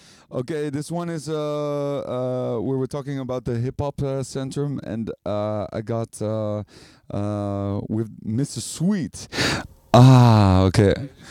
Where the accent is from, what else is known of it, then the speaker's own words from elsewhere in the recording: The Hague, South Holland, Netherlands; I got in touch with Mr. Sweet, a hip hop, good hip hop head in my hometown, The Hague